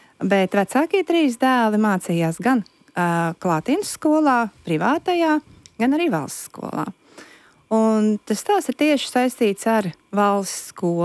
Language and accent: Latvian; Riga, Latvia; moved away as an adult; mēs esam no Rīgas un aizbraucām dzīvot reģionā.